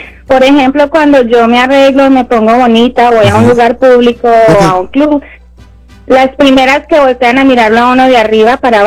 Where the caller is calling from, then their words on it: Medellín, Antioquia, Colombia; Yo soy de Medellín, Colombia.